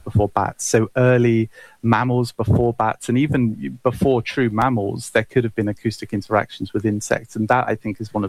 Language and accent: English; United Kingdom; yeah, it is.